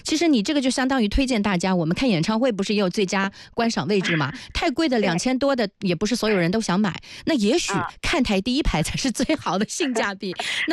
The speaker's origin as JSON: {"language": "Chinese", "town": "Shaoxing", "region": "Zhejiang", "country": "China", "said": "因为我是绍兴人"}